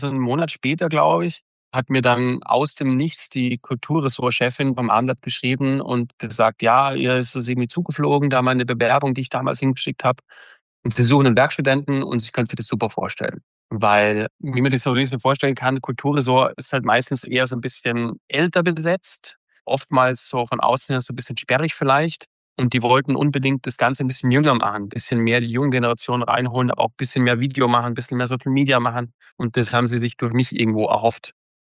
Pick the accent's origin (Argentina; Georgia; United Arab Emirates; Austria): Austria; Aber es ist natürlich ein bisschen schwierig, wenn man als Österreicher vielleicht in den hohen Norden zieht